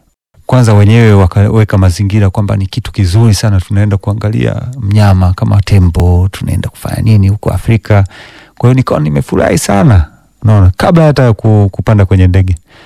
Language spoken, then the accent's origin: Swahili; Tanzania; Swahili is a second language; also born or lived in Denmark; Mimi ni Masai na Mchaga kidogo.